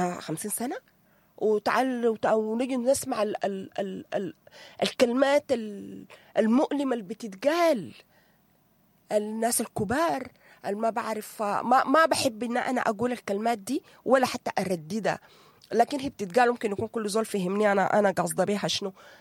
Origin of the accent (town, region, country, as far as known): Sudan